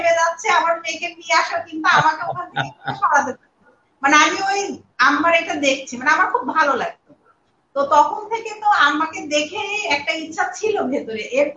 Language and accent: Bangla; Kushtia, Khulna Division, Bangladesh; ও আমি তো কুষ্টিয়ার মেয়ে, কুষ্টিয়ায় পড়ালেখা বড় হওয়া